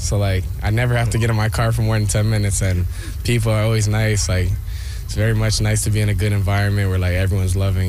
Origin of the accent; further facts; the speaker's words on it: Montreal, Quebec, Canada; I'm from Montreal, Quebec.